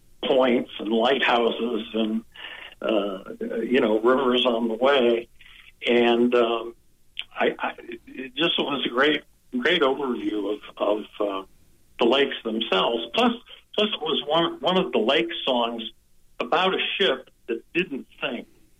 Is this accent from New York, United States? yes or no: no; Michigan, United States; songs from Michigan, you know, from my home state